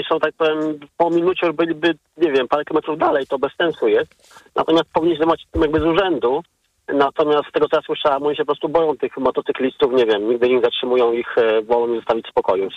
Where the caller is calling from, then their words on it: Warsaw, Masovian Voivodeship, Poland; mieszkam koło ulicy Puławskiej